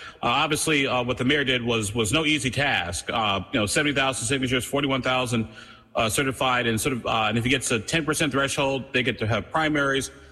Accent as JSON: {"language": "English", "region": "Illinois", "country": "United States", "lives_now": "Indiana, United States", "said": "Well, you're not a Hoosier. Like, well, I'm not. I'm an Illini because I'm from Illinois. I mean, just 74 miles up the road."}